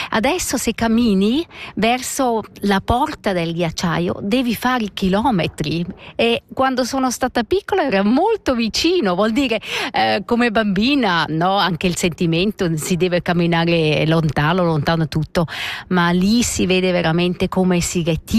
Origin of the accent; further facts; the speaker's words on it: Pontresina, Graubünden, Switzerland; Io sono nata a Pontresina